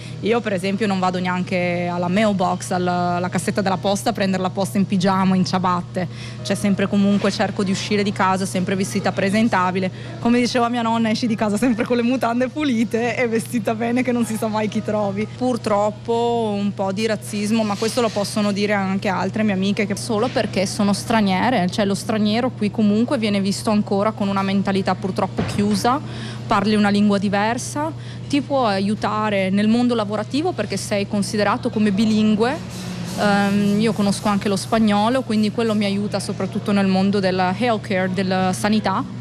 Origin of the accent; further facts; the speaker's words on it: Vicenza, Veneto, Italy; also born or lived in Maryland; Poi io sono vicentina, nata vicino a Venezia, nata sempre a Sottomarina, Jesolo, il mare, la mia vita.